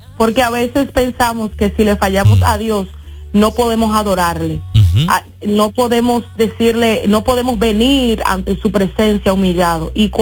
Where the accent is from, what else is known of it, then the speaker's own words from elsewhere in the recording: Dominican Republic; also born or lived in New York City, United States; now in Orlando, United States; Yo soy de la República Dominicana.